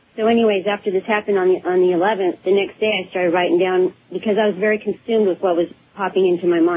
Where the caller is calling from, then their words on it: Houston, Texas, United States; I'm in Houston